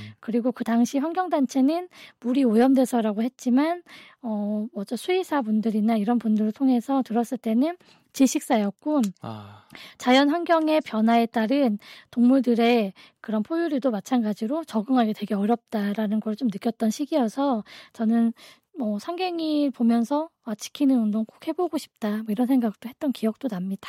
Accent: Buan, North Jeolla, South Korea; 저는 지역이 부안이었어요. 사는 공간이 부안이었고

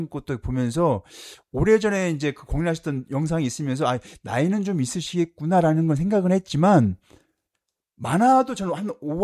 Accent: Namwon, North Jeolla, South Korea; 저는 고향이 남원인데

